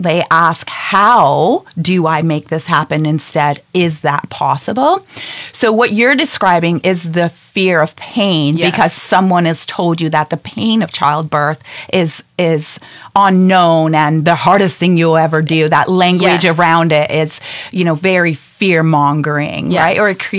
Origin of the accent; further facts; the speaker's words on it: Newfoundland and Labrador, Canada; moved away; I grew up in a small town that wasn't connected to the mainland in Newfoundland.